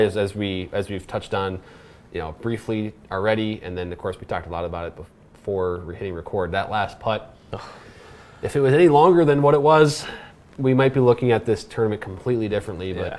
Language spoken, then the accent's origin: English; England, United Kingdom; As an Englishman